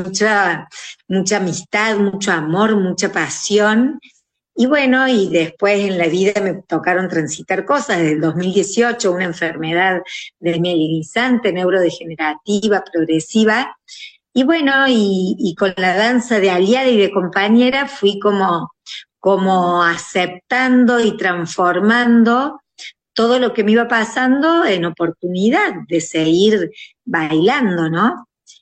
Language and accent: Spanish; Córdoba, Argentina; yo soy de Córdoba, capital